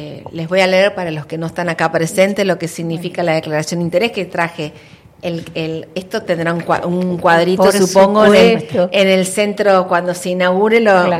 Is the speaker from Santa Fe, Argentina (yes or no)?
no; Cipolletti, Río Negro, Argentina; porque somos argentinos cipoleños